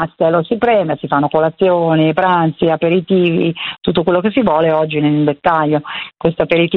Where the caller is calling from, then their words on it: Milan, Lombardy, Italy; io mi trovo a Milano, chiamo da Milano